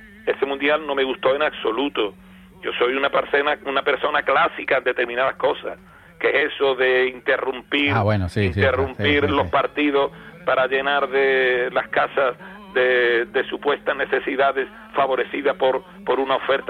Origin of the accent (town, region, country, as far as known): Puerto Real, Andalusia, Spain